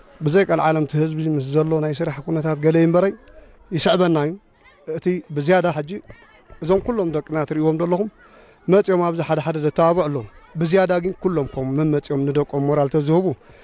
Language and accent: Tigrinya; Asmara, Maekel, Eritrea; ኣብዚኣ ተወሊደ ከም ዓብየ